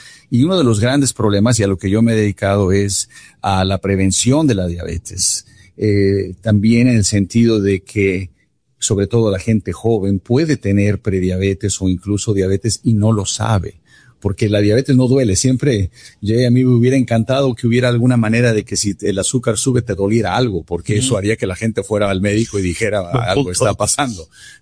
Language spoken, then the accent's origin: Spanish; Mexico City, Mexico; moved away; Hugo Sánchez nació en el barrio donde yo crecí, en Ciudad de México.